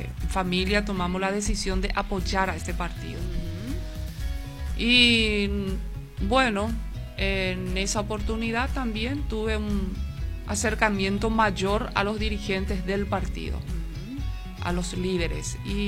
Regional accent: Minga Guazú, Alto Paraná, Paraguay; como yo soy minguera, nací en Mingaguazú

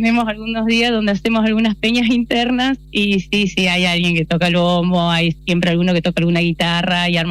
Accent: Argentina; nuestra cultura como argentino, nuestras tradiciones.

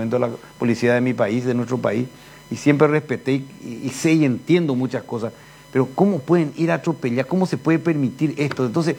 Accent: Paraguay; Yo como paraguayo

